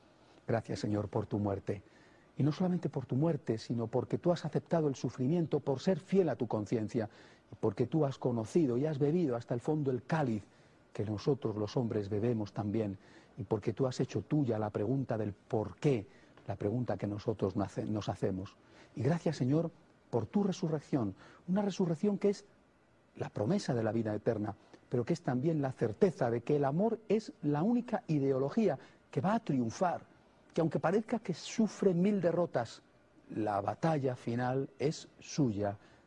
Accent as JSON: {"language": "Spanish", "country": "Spain", "said": "al menos en mi país, en España"}